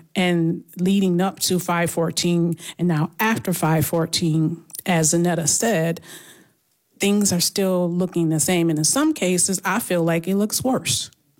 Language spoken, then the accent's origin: English; Buffalo, New York, United States; I grew up in Buffalo in the 70s and 80s.